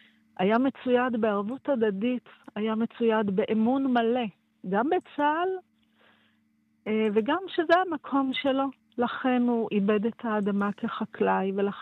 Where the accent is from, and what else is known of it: Southern District, Israel